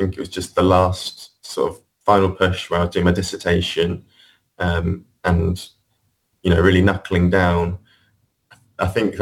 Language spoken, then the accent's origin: English; Guildford, South East England, United Kingdom; So I left Manchester where I was studying and then went back to my hometown in Guildford.